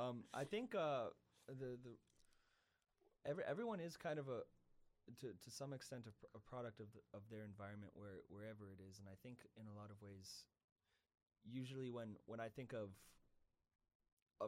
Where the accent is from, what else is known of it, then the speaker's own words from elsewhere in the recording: Prince George, British Columbia, Canada; The first song we wrote … is about growing up in Prince George and coming of age and just being in this environment.